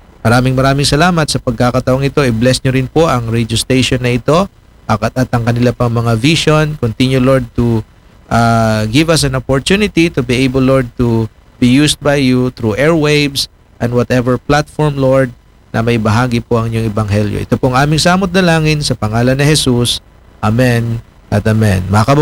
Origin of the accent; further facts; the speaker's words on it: Kalibo, Western Visayas, Philippines; ang bayan namin, ang bayan ng Kalibo, ang probinsya ng Aklan.